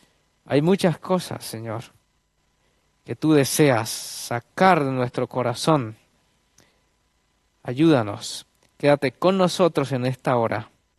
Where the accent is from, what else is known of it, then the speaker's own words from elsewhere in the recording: Colombia; now in Peru; Vengo de Perú, pero soy colombiano. Trabajamos en Perú ya 12 años en un puesto de avanzada que está ubicado en la selva central